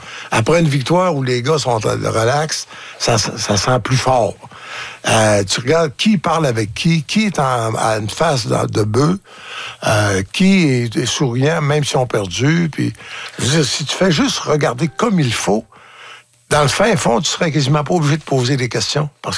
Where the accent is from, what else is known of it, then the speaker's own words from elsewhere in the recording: Falardeau, Quebec, Canada; Mais je viens de Falardeau.